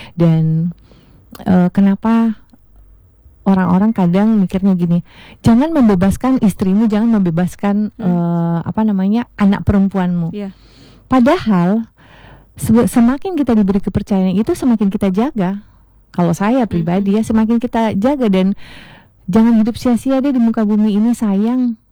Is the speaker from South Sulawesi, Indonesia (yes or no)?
yes; Makassar, South Sulawesi, Indonesia; born there; also born or lived in Pontianak; Saya Bugis Makassar, lahir di Makassar juga.